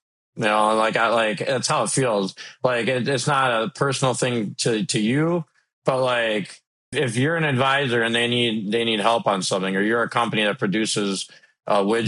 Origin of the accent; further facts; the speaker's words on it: Minnesota, United States; my home state, Minnesota